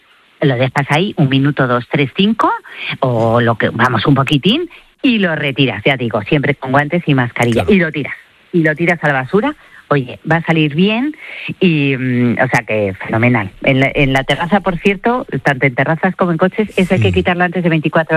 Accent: Spain

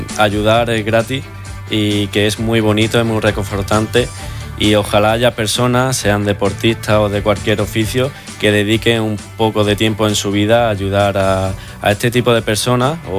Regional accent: La Palma del Condado, Andalusia, Spain; mi pueblo, La Palma del Condado

